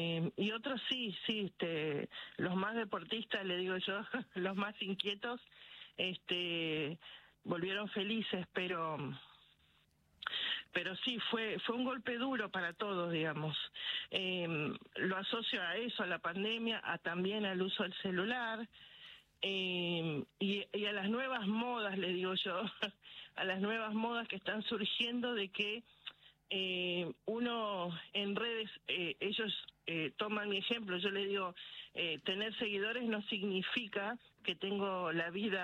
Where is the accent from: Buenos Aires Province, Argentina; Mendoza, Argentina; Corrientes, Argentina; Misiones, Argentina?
Misiones, Argentina; now in Buenos Aires, Argentina; Yo soy de Misiones.